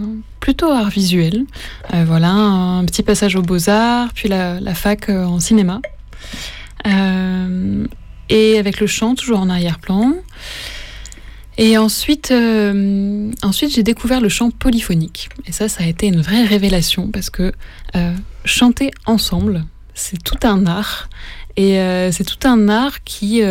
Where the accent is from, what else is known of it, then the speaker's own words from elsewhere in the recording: south-east France, France; also born or lived in Marseille; moi je viens du sud-est de la France